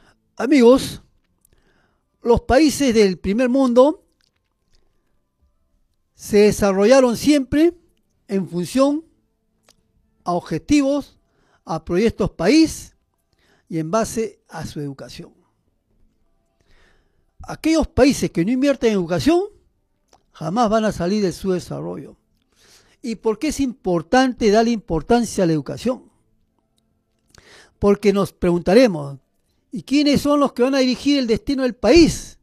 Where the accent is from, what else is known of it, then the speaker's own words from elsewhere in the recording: Peru; Acá nacemos, acá nos quedamos y acá vamos a morir, como peruanos que somos.